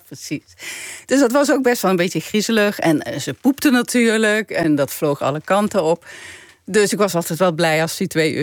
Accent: Simpelveld, Limburg, Netherlands; moved away; Ik zag de Keverbergen, dat is waar ik opgegroeid ben. Dat, zo heette die hoeve. Ik zag Simpelveld

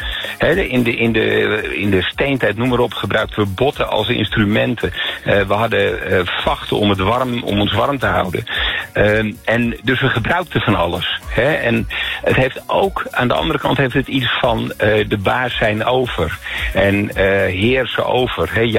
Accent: Amsterdam, North Holland, Netherlands; Nou, ik kom wel uit Amsterdam. Ik woon nu in Noord-Holland, maar we hebben een boot en die ligt aan de rand van Amsterdam.

